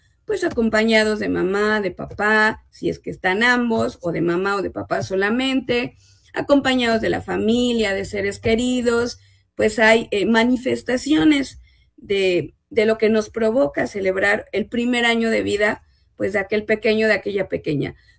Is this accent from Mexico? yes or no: yes; Mexico; Como buenos mexicanos y mexicanas